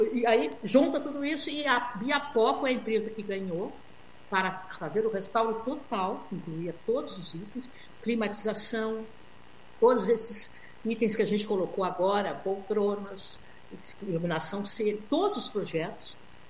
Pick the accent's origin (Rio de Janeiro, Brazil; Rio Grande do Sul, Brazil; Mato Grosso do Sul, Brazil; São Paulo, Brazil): Rio Grande do Sul, Brazil; nós somos gaúcho forte